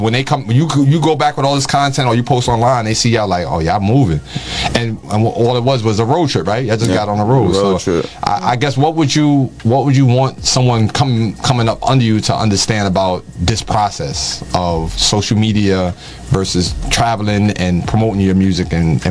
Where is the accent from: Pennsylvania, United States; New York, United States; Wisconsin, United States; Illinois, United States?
New York, United States; Bronx; I'm from the Bronx, right? I'm from the South Bronx, back in the days when they was burning buildings and all that.